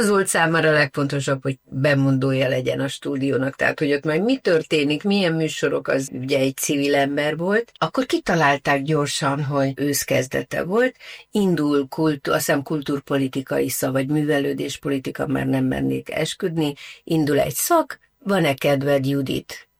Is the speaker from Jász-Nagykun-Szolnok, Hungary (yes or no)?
yes; Tiszatenyő, Jász-Nagykun-Szolnok, Hungary; moved away as an adult; also born or lived in Szeged / Szentendre / Budapest; Szolnok, szülővárosom, de nem ott töltöttem a gyerekkoromat, hanem mellette egy nagyon kicsi faluban, Tiszatenyő a neve.